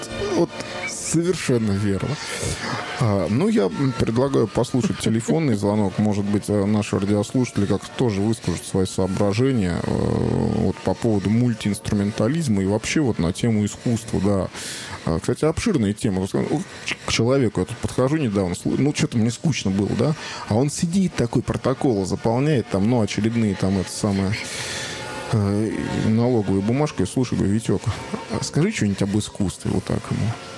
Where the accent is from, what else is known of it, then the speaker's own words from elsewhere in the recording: Russia; я русский